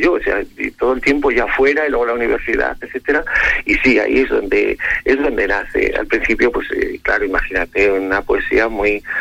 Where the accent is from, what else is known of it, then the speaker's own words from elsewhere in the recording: Fontiveros, Castile and León, Spain; also born or lived in Medina del Campo; now in Arévalo, Spain; yo vengo de Fontiveros, estoy en Arévalo ahora